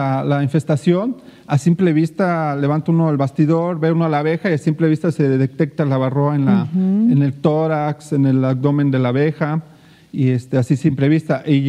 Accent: Xico, Veracruz, Mexico; now in Dos Ríos, Mexico; No, yo soy originario de San Marcos, Xico, Veracruz. Uh-huh. Ya tengo 8 años viviendo en Dos Ríos, Emiliano Zapata.

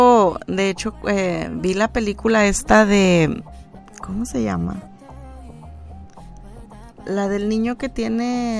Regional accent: Chiapas, Mexico; moved away; soy una migrante. Soy del estado de Chiapas.

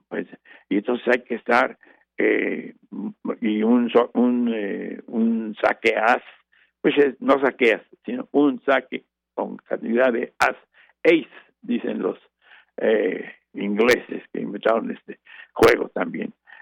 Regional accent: Mexico

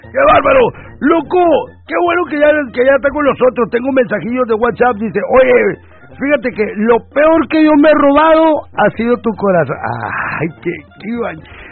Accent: Ciudad Obregón, Sonora, Mexico; moved away; yo vivía de morro en Obregón. Obregón está rodeado de siembras, parcelas

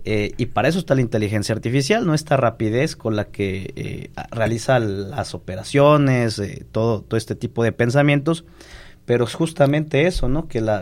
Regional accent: Mexico; esto hace o fortalece nuestras raíces como mexicanos, este patriotismo, este nacionalismo

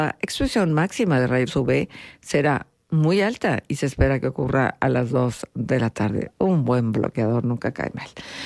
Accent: Mexico; somos mexicanos porque de manera fortuita nacimos aquí y pues bueno, ya está. Vivimos aquí, nos hacemos la vida aquí.

